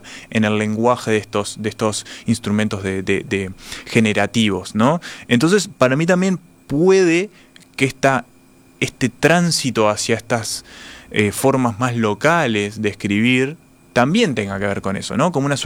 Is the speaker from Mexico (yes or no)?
no; Uruguay; yo como lector uruguayo